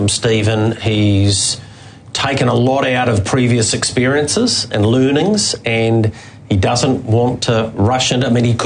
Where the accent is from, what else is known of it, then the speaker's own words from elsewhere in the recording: New Zealand; Well, as a Kiwi, we want to, because we haven't had a whole lot of fun in recent times.